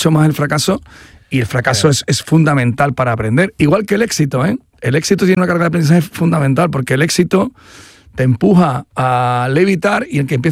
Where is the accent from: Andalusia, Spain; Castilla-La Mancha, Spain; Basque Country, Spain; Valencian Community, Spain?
Andalusia, Spain; Y tampoco ni Málaga, ni Sevilla, ya somos andaluces.